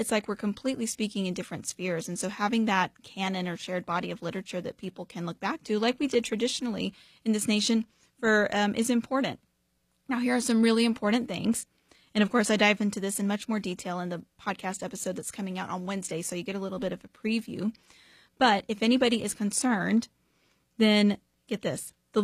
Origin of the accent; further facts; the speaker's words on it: Texas, United States; we talked about something that my home state, Texas, had gone viral for